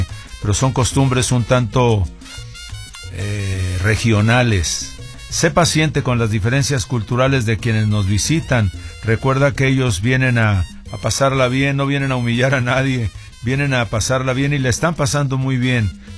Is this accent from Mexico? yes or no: yes; Mexico; No nos cuesta mucho y podemos ganar mucho como mexicanos y con nuestro autoestima por todo lo alto y justificadamente.